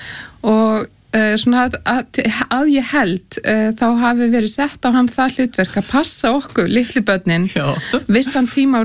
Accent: Hagi, Northeastern Region, Iceland; Herðu, aðdalnum? Já, ég úr Haga í aðdal

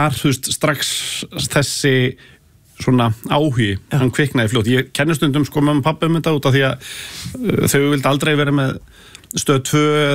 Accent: Hafnarfjörður, Capital Region, Iceland; Ég er alin upp í Hafnarfirði ég er haffyrringur í húð og hár

